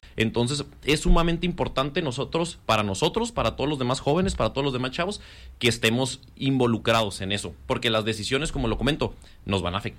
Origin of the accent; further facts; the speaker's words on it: Vicente Guerrero, Chihuahua, Mexico; Guerrero, que yo soy de Guerrero, originario de ahí.